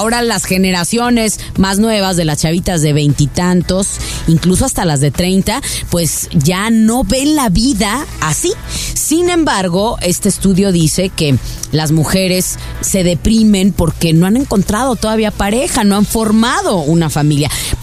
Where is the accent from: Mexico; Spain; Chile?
Mexico; Desde chicas, yo creo que a todas, principalmente si somos mexicanas o latinoamericanas, así nos crearon, ¿no?